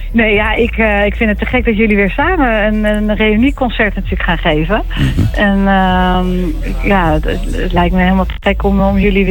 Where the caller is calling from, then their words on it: Hilversum, North Holland, Netherlands; Ik bel vanuit Hilversum, het Mediapark.